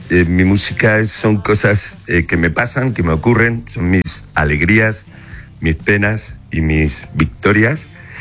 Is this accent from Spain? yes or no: yes; Elche, Valencian Community, Spain; now in Mexico City, Mexico; yo sí tengo claro que quiero morir en Elche.